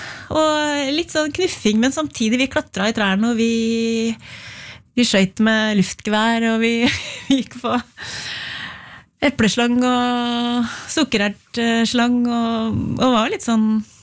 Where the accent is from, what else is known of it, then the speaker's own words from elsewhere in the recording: Re, Vestfold, Norway; Men jeg vokste opp I Re kommune på landet, utenfor Tønsberg.